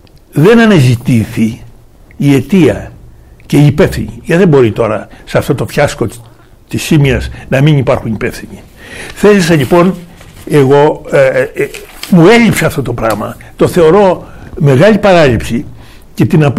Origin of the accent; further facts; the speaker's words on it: Peloponnese, Greece; born there; στην πατρίδα μου έχουμε μία λίμνη, η Τάκα.